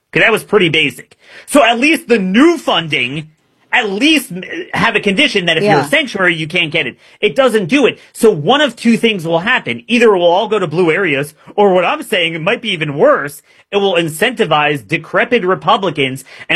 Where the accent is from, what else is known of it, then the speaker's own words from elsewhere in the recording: Maryland, United States; So as you well know, it might surprise you, but I'm from Baltimore County, Maryland.